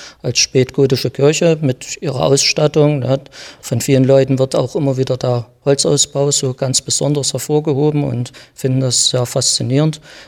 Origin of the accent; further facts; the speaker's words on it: Hammerunterwiesenthal, Saxony, Germany; Ich stamme aus Hammer-Unterwiesenthal